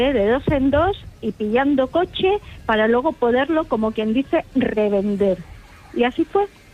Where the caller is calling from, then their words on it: Béjar, Castile and León, Spain; Soy de Béjar, en la provincia de Salamanca.